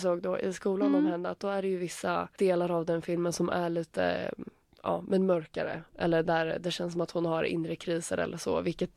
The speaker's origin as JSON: {"language": "Swedish", "country": "Finland", "accent": "Finland Swedish", "said": "Ursäkta min finlandssvenska."}